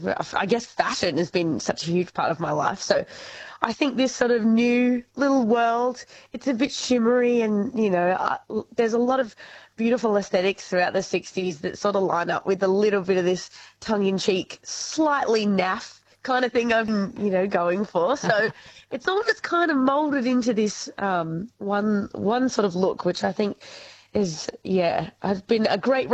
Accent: Launceston, Tasmania, Australia; moved away; I grew up in a regional town. Whereabouts are you from? Tasmania. I'm from Launceston.

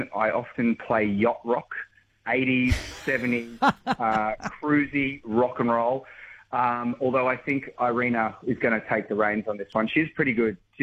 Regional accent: Townsville, Queensland, Australia; also born or lived in Ipswich; I grew up in Townsville, which I guess is regional. I was born in Ipswich and grew up in Townsville, so my mates always tell me that I moved to Ipswich by the sea

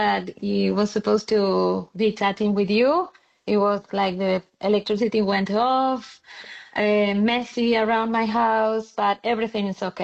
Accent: Buenos Aires, Argentina; He's from Buenos Aires, same as me. And most of the staff, we are from Buenos Aires as well.

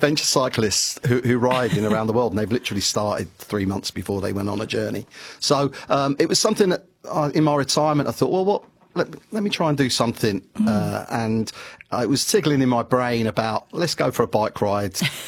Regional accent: North Kensington, London, United Kingdom; Yeah, so I was brought up in North Kensington, and I used to walk past the fire station every single day going to school.

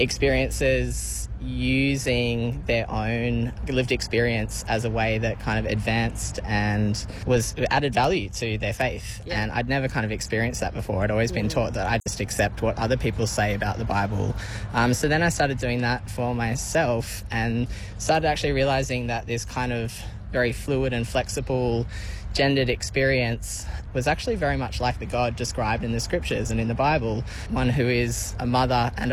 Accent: Tamworth, New South Wales, Australia; also born or lived in Sydney; now in Melbourne, Australia; I grew up in Tamworth, have been in Sydney, have been a pastor there, and now I'm down in Melbourne living a quiet life.

